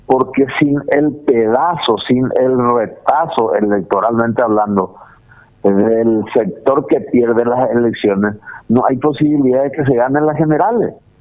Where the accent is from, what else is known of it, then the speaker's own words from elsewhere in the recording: Cordillera, Paraguay; yo soy de Cordillera.